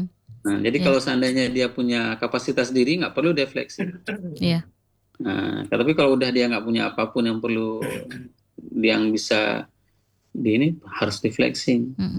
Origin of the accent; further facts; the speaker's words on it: Aceh, Indonesia; moved away; saya juga orang Sawang